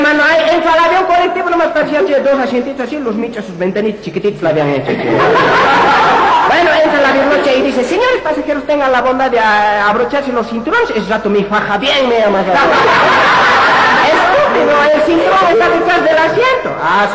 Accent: Bolivia

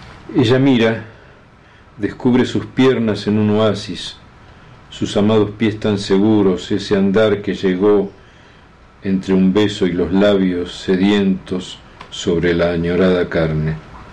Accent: Buenos Aires, Argentina; born there; moved away as an adult; now in Neuquén, Argentina; nací en Buenos Aires y hace casi 30 años que vivo en Neuquén.

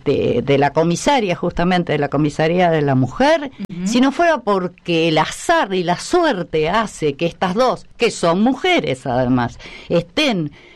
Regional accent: Mercedes, Buenos Aires Province, Argentina; Básicamente, yo soy bonaerense, soy nacida en Mercedes, provincia de Buenos Aires, hija única

